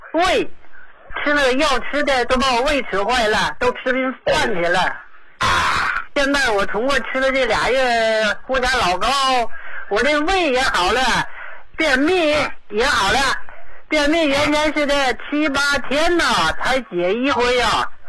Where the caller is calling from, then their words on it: Tangshan, Hebei, China; 我是唐山市的。